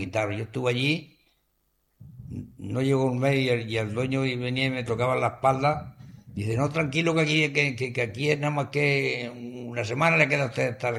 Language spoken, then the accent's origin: Spanish; Cubelles, Catalonia, Spain; Yo soy de Cubella, yo cubellense.